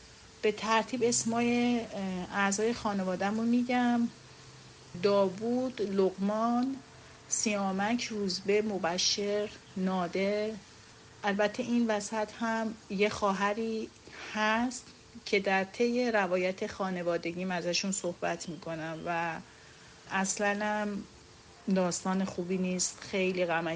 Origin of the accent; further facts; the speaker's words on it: Tehran, Tehran Province, Iran; تمام بچه ها تو تهران به دنیا اومدیم و بزرگ شدیم و مدرسه رفتیم.